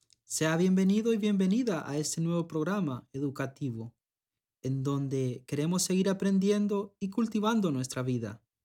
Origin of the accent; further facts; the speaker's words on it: Honduras; nuestra tierra Honduras, con la cual nos identificamos